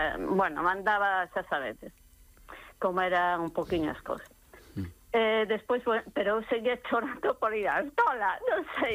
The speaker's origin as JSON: {"language": "Galician", "town": "Betanzos", "region": "Galicia", "country": "Spain", "said": "Os que somos de Betanzos ou que vivimos en Betanzos"}